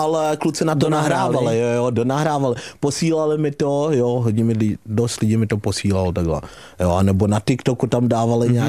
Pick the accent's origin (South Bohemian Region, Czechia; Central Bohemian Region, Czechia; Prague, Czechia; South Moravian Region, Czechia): Central Bohemian Region, Czechia; Beroun; also born or lived in Zambia; To už jsem jezdil z Berouna, z Králova dvora, jakoby jde, odkud jsem, nebo kam jsem se přesunul z Afriky, ze Zambie, tak to už jsem tady byl na střední škole.